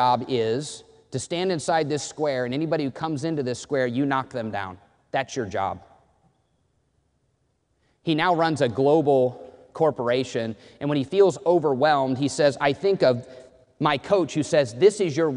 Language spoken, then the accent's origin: English; Indiana, United States; I grew up in Indiana, so my dad was a big Hoosier fan.